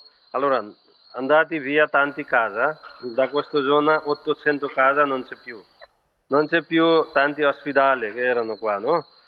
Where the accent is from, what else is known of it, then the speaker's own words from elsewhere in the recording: Nepal; Italian is a second language; siamo solo nepalesi